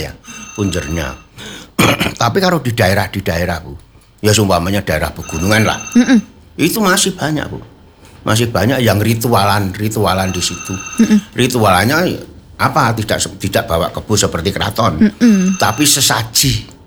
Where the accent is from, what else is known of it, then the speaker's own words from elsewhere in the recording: Boyolali, Central Java, Indonesia; Saya kan orang Boyolali.